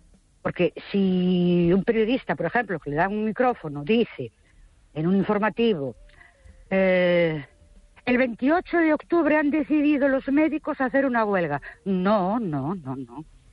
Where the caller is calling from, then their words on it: Ourense, Galicia, Spain; de Orense.